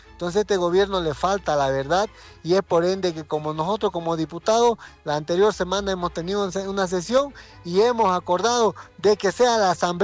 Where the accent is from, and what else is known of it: Bolivia